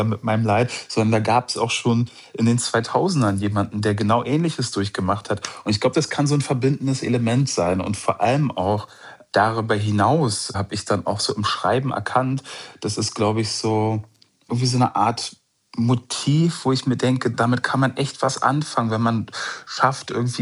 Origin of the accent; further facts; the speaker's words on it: Munich, Bavaria, Germany; Ich komme eigentlich aus München und meine Frau kommt aus dem Senegal